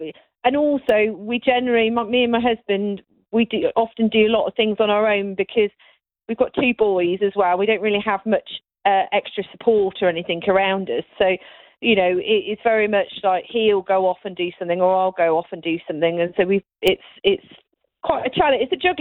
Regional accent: South West England, United Kingdom; moved away as an adult; now in Northamptonshire, United Kingdom; So I grew up in the Cotswolds, and I joined Young Farmers when I was age 14

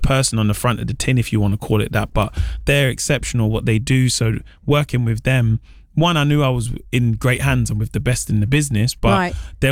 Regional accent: London, United Kingdom; I'm from London.

